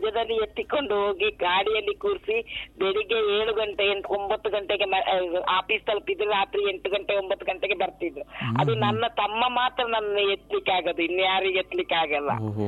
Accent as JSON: {"language": "Kannada", "region": "Karnataka", "country": "India", "first_language": "Kodava", "second_language": "Kannada", "said": "ನಮ್ಮ ಭಾಷೆ ಕೊಡವ ಭಾಷೆ"}